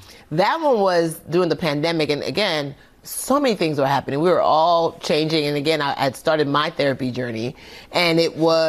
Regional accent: Nigeria; Oh man, she's from Nigeria.

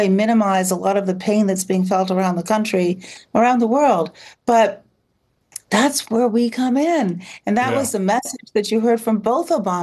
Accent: Chicago, Illinois, United States; I'm from the South Side.

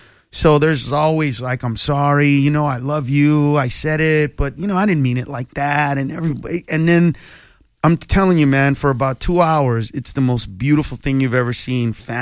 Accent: Los Angeles, California, United States; And I grew up in East L.A. where everybody's Mexican.

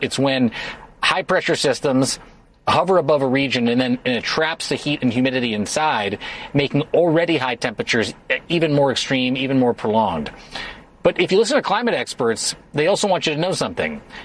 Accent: Los Angeles, California, United States; the horrible, horrible wildfires that happened in my hometown of Los Angeles.

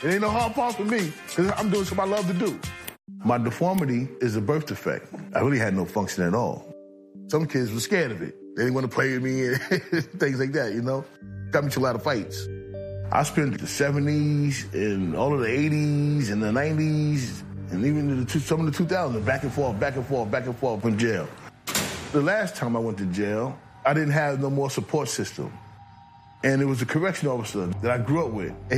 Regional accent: New York City, New York, United States; I'm born and raised in Queens.

